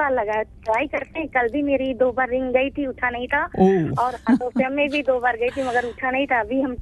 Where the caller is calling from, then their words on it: Lucknow, Uttar Pradesh, India; मेरे गांव का नाम है तेरुआ, ग्राम ऑफिस थाना बंथरा है, और ये हरौनी स्टेशन से पास कर रही हूँ मैं।